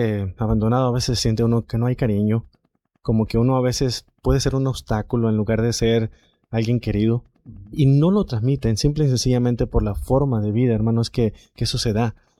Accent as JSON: {"language": "Spanish", "region": "Sinaloa", "country": "Mexico", "tie": "born there", "said": "Nací en Sinaloa, México."}